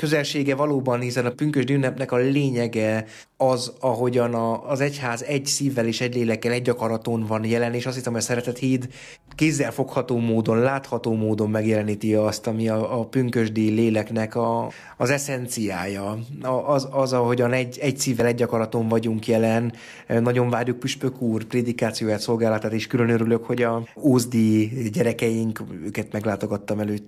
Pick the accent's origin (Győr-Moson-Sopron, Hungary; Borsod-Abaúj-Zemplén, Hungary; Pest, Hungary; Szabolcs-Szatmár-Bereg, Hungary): Szabolcs-Szatmár-Bereg, Hungary; born there; Nagyon erősen kötődöm Kelet-Magyarországhoz, Észak-Kelet-Magyarországhoz. Szabolcsi, szatmári születésű, származású vagyok. Néhai nagyanyám ózdi születésű volt.